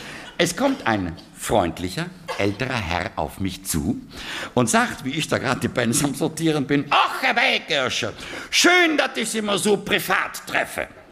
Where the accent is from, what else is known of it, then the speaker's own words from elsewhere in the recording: Trentino-Alto Adige, Italy; now in Bonn, Germany; ich bin kein Bayer, ich komme aus Südtirol.